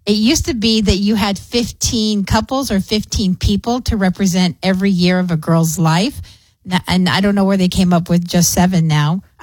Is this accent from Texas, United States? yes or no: yes; El Paso, Texas, United States; So I was born and raised here in El Paso.